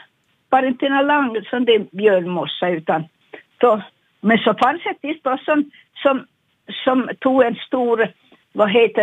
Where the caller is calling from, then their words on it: Purmo, Ostrobothnia, Finland; Jag kommer från Pormo.